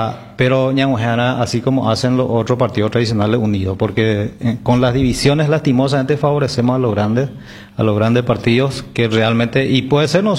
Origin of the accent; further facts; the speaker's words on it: Paraguay; nosotros, como paraguayos, como ciudadanos común y corriente